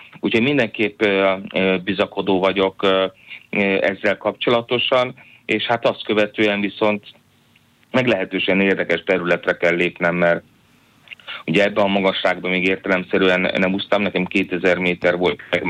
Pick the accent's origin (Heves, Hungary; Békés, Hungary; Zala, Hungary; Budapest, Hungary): Zala, Hungary; Zalaegerszeg; Zalaegerszeg még mindig ugyanúgy a világ közepe. És azon belül is én a Vizslaparkban nőttem fel, fantasztikus gyerekkorom volt